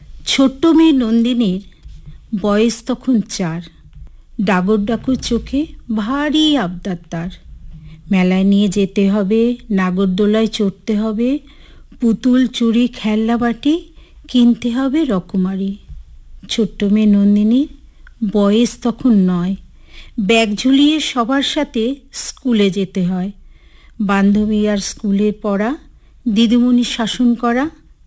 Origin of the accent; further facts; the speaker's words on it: Durgapur, West Bengal, India; যেহেতু আমি 25 বছর ধরে, 25 না 30 বছর আমি উত্তরবঙ্গেতে আছি। আমি দক্ষিণবঙ্গের মেয়ে এবং আমি দুর্গাপুরের মেয়ে।